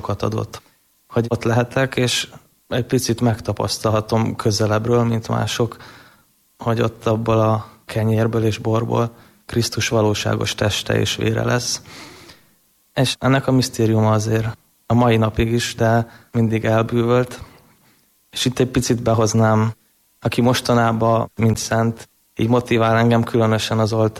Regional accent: Budapest, Hungary; born there

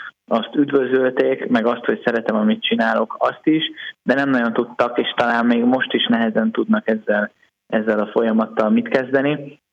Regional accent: Budapest, Hungary; én egy teljesen vallástalan családból származom, egy budapesti családból, egykeként nőttem föl.

